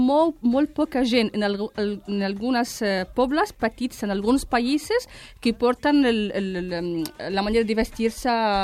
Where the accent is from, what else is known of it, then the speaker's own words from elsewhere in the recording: Oviedo, Asturias, Spain; now in Barcelona, Spain; Jo vaig venir d'Oviedo. Oviedo és una ciutat petita, és com un barri a Barcelona.